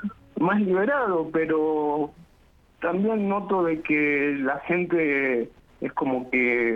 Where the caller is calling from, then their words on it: Exaltación de la Cruz, Buenos Aires Province, Argentina; De Exaltación de la Cruz.